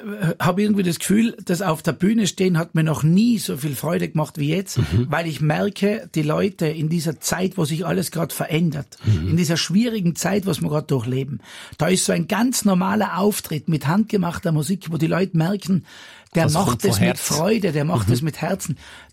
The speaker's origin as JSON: {"language": "German", "town": "Ried im Zillertal", "region": "Tyrol", "country": "Austria", "tie": "born or raised there", "said": "Einen Höhepunkt im Zillertal, das ist morgen und übermorgen."}